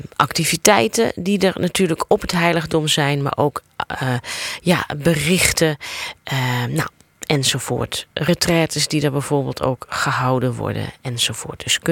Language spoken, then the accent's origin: Dutch; Amsterdam, North Holland, Netherlands; In en vanuit de Ons Lieve Vrouwenkerk aan de Keizersgracht in Amsterdam. En ja, ik vind dat dan toch ook wel extra leuk als ik het erbij mag vermelden. Want dat is dus eigenlijk mijn, de plek waar ik opgegroeid ben.